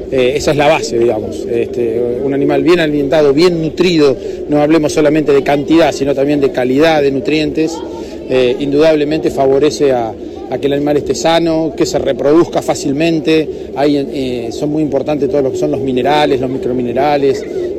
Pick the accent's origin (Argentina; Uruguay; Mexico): Argentina